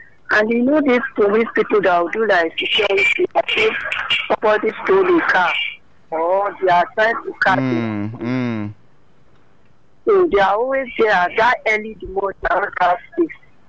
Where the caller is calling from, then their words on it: Lagos, Nigeria; I'm calling from Lagos.